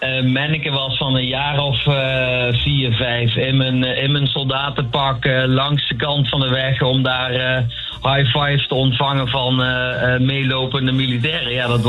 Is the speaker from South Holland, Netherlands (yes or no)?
no; Wijchen, Gelderland, Netherlands; born there; moved away; Ja, dat is mijn geboortedorp.